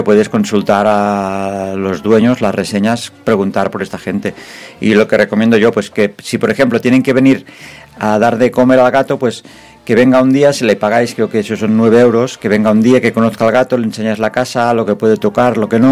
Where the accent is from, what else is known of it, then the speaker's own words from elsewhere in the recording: Mataró, Catalonia, Spain; Mejor, nosotros somos de Mataró y hay dos de Mataró, pero hay gente de la comarca que se desplaza y viene.